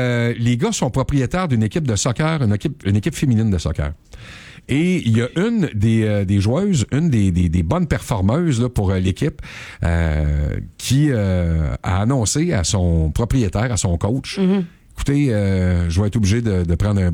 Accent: Quebec, Canada; ici, au Québec, chez nous, en Outaouais

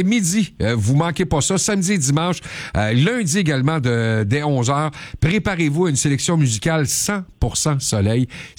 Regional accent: Quebec, Canada; on reste chez nous au Québec. En Montérégie, la ville de Lairie

